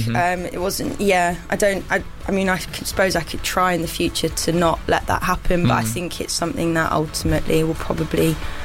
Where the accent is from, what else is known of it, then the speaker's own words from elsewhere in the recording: Nottingham, East Midlands, United Kingdom; also born or lived in Stornoway; Well, I grew up in Nottingham.